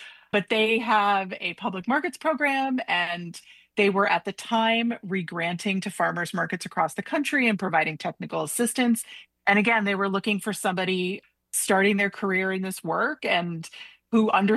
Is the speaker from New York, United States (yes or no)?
yes; New York, United States; I'm originally from the New York metro area